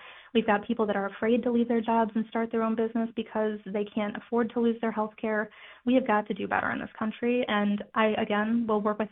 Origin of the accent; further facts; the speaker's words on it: Michigan, United States; I grew up in Macomb County. I grew up here. My husband and I are raising our three kiddos here, and God willing, I'm going to grow old here.